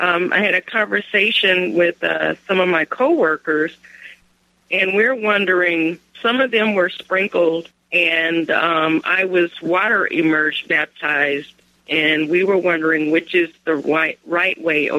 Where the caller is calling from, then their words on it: Alabama, United States; from Alabama.